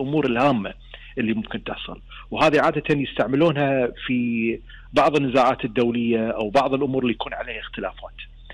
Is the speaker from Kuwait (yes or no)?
yes; Kuwait; عندنا في الكويت